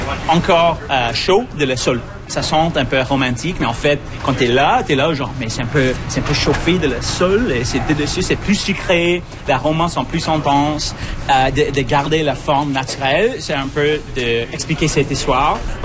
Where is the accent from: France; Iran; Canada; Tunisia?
Canada; Toronto, Ontario; now in Niagara region, Canada; je viens de Toronto